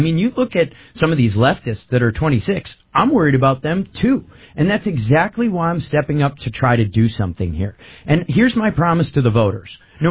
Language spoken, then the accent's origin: English; Land O'Lakes, Wisconsin, United States; also born or lived in Wausau, United States; I grew up in Land O'Lakes. I then moved to Wausau, Wisconsin. I played hockey for Mosinee High School. I played baseball for Newman Catholic. In Wausau, I know pretty much everyone there.